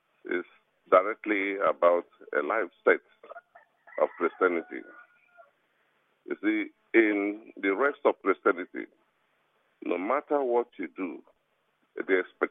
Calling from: Nigeria; Johnson, I came calling from Asaramo.

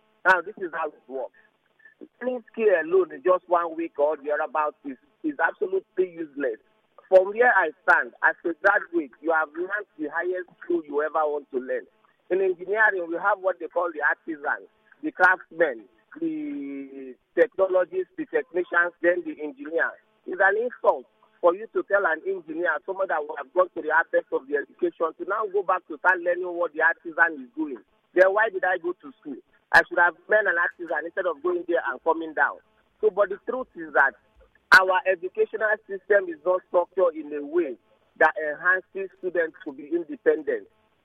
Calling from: Port Harcourt, Rivers, Nigeria; I'm calling from Rumuku.

